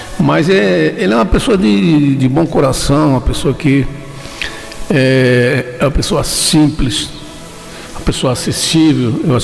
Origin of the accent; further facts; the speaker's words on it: Brazil; eu sou brasileiro desde pequenininho, né?